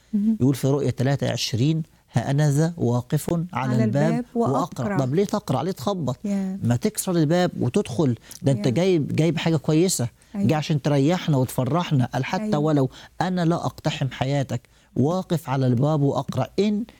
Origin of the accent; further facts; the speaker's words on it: Egypt; عندنا في مصر